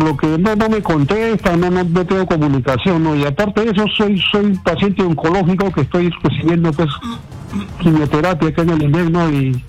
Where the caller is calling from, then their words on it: Huacho, Lima, Peru; llamo de la ciudad de Huacho.